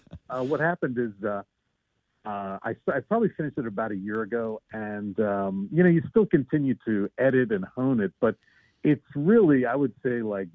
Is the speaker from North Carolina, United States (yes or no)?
no; Wyncote, Pennsylvania, United States; also born or lived in Philadelphia; I was born in Philly, but my folks, when I was born, I think they lived in, where were they? They were in Elkins Park, maybe, and then we moved to Wincote, real close to the high school.